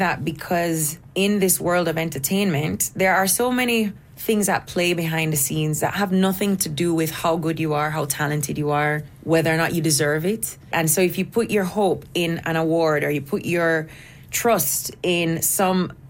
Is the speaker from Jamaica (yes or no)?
yes; Jamaica; I'm a Jamaican girl. I'm a reggae artist.